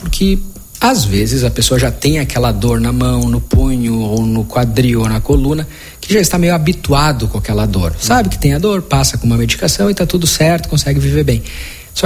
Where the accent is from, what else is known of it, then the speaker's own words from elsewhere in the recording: Santiago, Rio Grande do Sul, Brazil; now in Maranhão, Brazil; Não, eu sou natural de Santiago, fica região centro-oeste do estado. E acabei vindo para cá há 13 anos, mais ou menos, né?